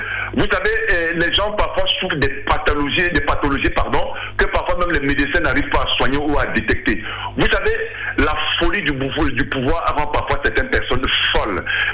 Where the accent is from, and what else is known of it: Cameroon